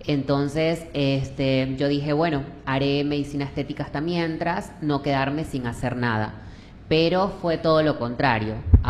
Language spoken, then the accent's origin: Spanish; Ecuador; moved away as an adult; now in Argentina; Cuando me fui de Ecuador a Argentina, fui con mi corazón prácticamente roto, dividido en dos.